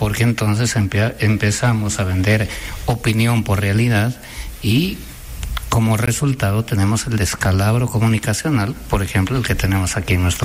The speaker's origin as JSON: {"language": "Spanish", "town": "Pindal", "region": "Loja", "country": "Ecuador", "tie": "born or raised there", "said": "yo pasé mi niñez en un pueblo en Pindal, que me enorgullezco mucho"}